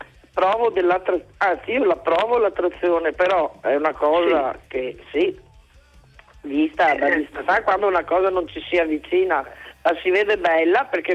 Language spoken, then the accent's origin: Italian; Venice, Veneto, Italy; born there; now in Padua, Italy; Sono veneta, nata a Venezia, diciamo, però residente a Padova.